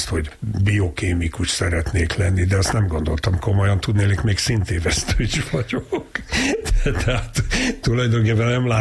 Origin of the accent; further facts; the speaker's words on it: Budapest, Hungary; én Várban születtem, a Budai Várban, a Levéltár és a Hadtörténeti Múzeum közötti részben, és ott éltem 21 éves koromig. Egy nagyon pici lakásban laktunk